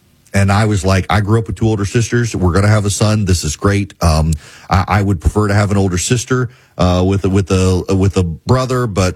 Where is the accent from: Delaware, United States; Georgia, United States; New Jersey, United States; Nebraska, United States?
Nebraska, United States; When I was growing up in Nebraska, detasseling corn was a rite of passage.